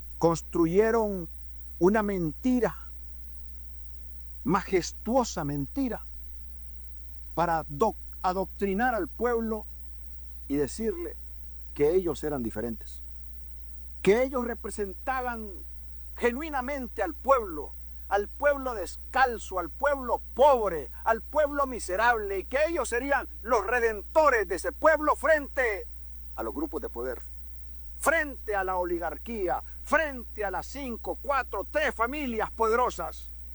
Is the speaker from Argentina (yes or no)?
no; Honduras; Así somos los hondureños y las hondureñas de una sola pieza.